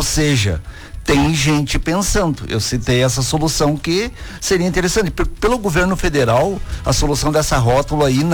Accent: Guarujá, São Paulo, Brazil; Nós que somos do Guarujá

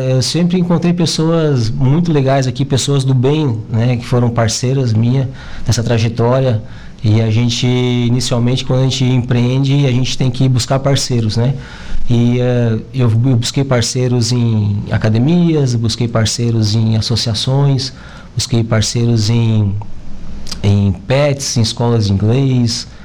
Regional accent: Criciúma, Santa Catarina, Brazil; eu sou de Criciúma. Há 3 anos eu estou vindo para Araranguá.

